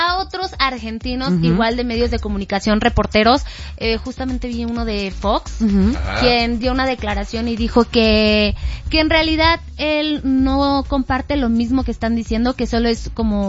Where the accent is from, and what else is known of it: Mexico